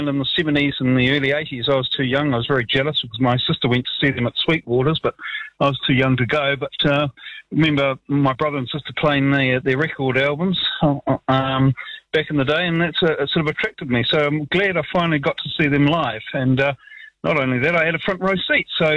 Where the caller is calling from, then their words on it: Wellington, New Zealand; I'm calling from Wellington, and I've just come from